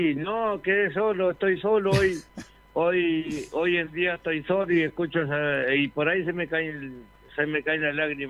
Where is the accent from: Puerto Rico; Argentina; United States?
Argentina; Concordia, Entre Ríos; moved away as an adult; now in Coronel Vidal, Argentina; soy nativo de Concordia, uh-huh. Soy nativo de Concordia, dice que lo de Concordia está en la naranja, pero no, yo me crié entre los caballos en una estancia cerca ahí de Concordia